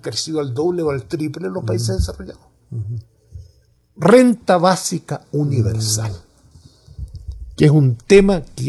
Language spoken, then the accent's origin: Spanish; Chile